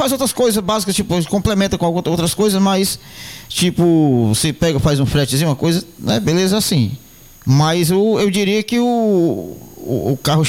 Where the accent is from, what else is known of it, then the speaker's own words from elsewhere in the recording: Ceará, Brazil; born there; lá na minha região, lá no Ceará